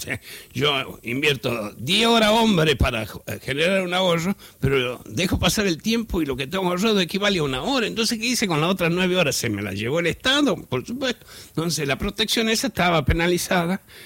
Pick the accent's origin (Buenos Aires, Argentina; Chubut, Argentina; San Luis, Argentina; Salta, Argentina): Salta, Argentina; Soy de Salta